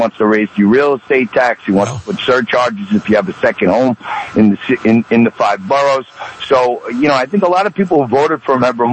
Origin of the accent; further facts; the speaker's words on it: New York City, New York, United States; also born or lived in Manhattan; I'm a New York City boy through and through. I was born in Manhattan. I'm raised in Staten Island.